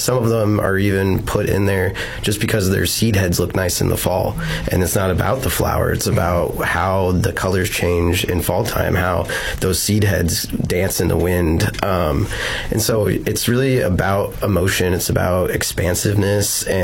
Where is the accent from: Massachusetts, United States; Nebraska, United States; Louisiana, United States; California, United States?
Nebraska, United States; Omaha; Being born and raised in Omaha, like, I never saw one until I went to like one of these remnant prairies